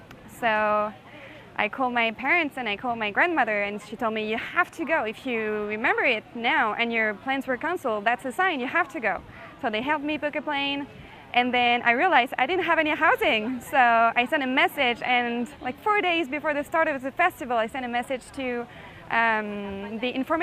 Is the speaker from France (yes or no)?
yes; Marseille, Provence-Alpes-Côte d'Azur, France; I come from France, from Plouffe, France, from a town called Marseille.